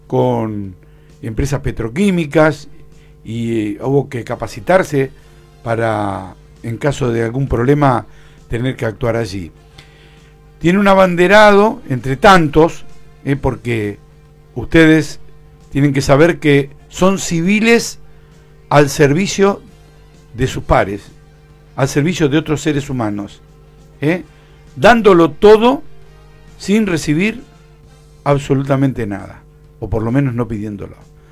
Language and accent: Spanish; Ingeniero White, Buenos Aires Province, Argentina; now in Bahía Blanca, Argentina; Para quienes crecimos, para quienes nacimos y nos desarrollamos en Ingeniero Guay, no es una institución más.